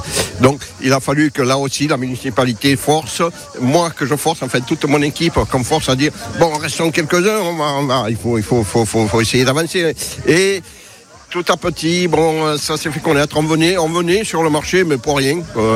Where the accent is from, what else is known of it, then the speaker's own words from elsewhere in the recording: L'Isle-sur-la-Sorgue, Provence-Alpes-Côte d'Azur, France; Moi, je suis originaire du Petit Palais, j'ai des cerisiers au Petit Palais.